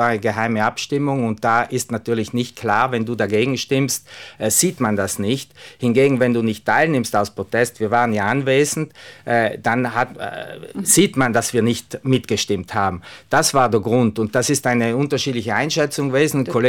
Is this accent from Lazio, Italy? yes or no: no; Trentino-Alto Adige, Italy